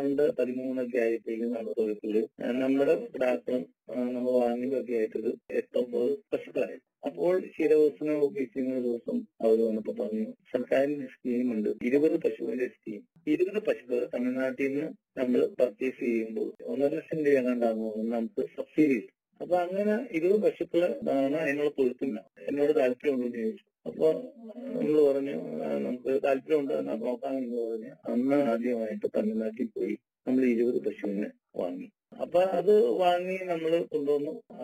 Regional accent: Ernakulam, Kerala, India; born there; എന്റെ വീട് എറണാകുളം മൂവാറ്റ റോഡില്, പ്രിൻസ് പുറ്റമാനൂർ എന്ന് പറഞ്ഞ ഒരു ചെറിയ ഗ്രാമത്തിലാണ്.

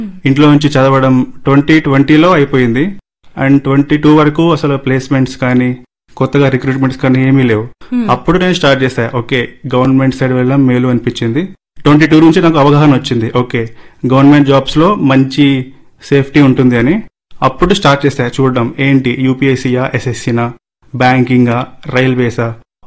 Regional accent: Kadapa, Andhra Pradesh, India; మేము కడప నుంచి వచ్చాము.

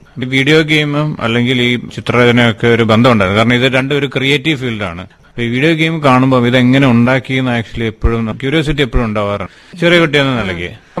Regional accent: Iritty, Kerala, India; moved away as an adult; also born or lived in Sreekandapuram / Payyavoor / Bangalore; നാട് ഇരിട്ടിയാണ്. പക്ഷെ ഞാൻ പഠിച്ചത് ഹൈസ്കൂൾ ശ്രീകണ്ഠാപുരത്താണ് പഠിച്ചത്. അതിനുശേഷം പ്ലസ് ടു സെക്രട്ടറിയേറ്റ് പയ്യാവൂരാണ് ആക്ച്വലി ഞാൻ പിന്നെ പഠിച്ചത്. അപ്പൊ അത് കഴിഞ്ഞിട്ട് ആണ് ഞാൻ ബാംഗ്ലൂരിലേക്ക് പോയത്.

